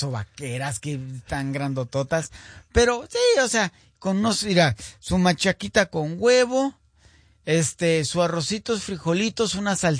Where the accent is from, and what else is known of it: Mexico